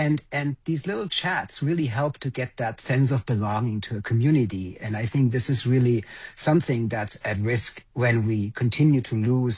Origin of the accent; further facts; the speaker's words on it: Germany; now in United States; so I'm originally from Germany. I live in the United States, and my family is all over there.